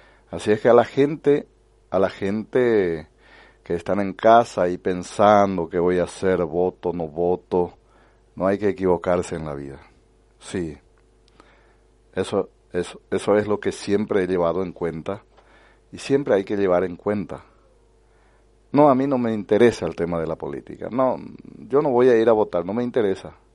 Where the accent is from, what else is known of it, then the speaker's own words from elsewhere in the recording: Luque, Central, Paraguay; Porque yo recuerdo cuando llegué recién en este lugar, vine de la ciudad de Luque y en el 2013, si mal no recuerdo, tenía que ir a votar en Luque todavía.